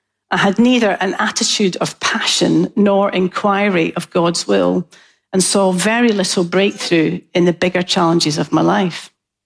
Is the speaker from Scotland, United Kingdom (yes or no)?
yes; Scotland, United Kingdom; I'm Scottish and a bargain hunter